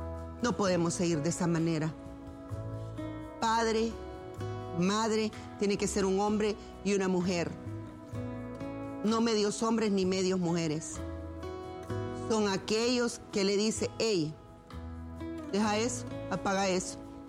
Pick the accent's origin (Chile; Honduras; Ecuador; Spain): Honduras; Nosotros los hondureños tenemos derecho a la salud, a la seguridad.